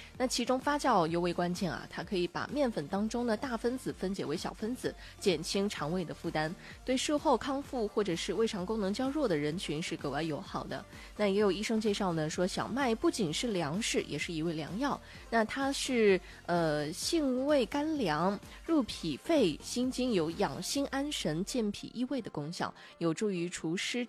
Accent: China

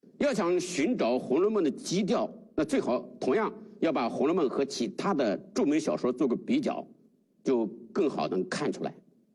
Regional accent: China

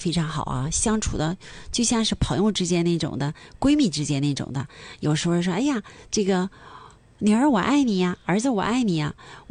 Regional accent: China; 是，本身我们中国人就比较含蓄

